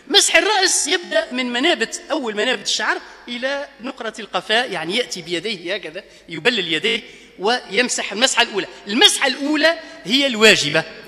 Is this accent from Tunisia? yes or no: yes; Tunisia; ونحن عندنا في تونس